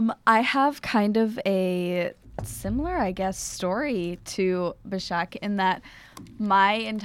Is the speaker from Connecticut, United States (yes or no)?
no; Fort Worth, Texas, United States; I've really been reminiscing the past 2 weeks on kind of my life back home. I'm from Fort Worth, Texas, and as a kid, I went to summer camp.